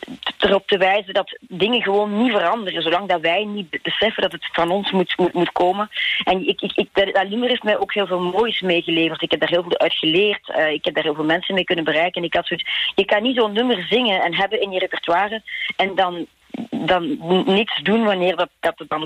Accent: Belgium

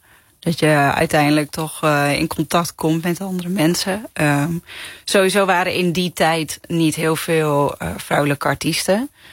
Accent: Gouda, South Holland, Netherlands; Nee, ik kom uit Gouda.

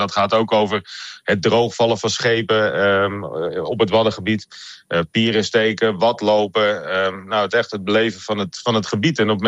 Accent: Vlieland, Friesland, Netherlands; ik kom van Vlieland. En op Vlieland zou 1/3 van het eiland gewoon dicht mogen.

